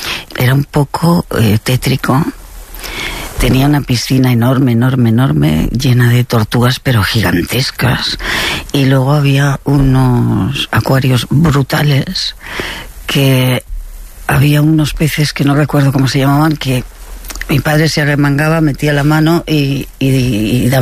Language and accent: Spanish; Barcelona, Catalonia, Spain; Que yo soy de Barcelona y el primer acuario de España lo fundó mi abuelo.